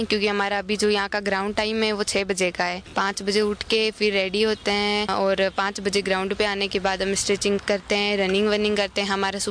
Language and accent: Hindi; Chittorgarh, Rajasthan, India; मैं चित्तौड़गढ़ से हूँ।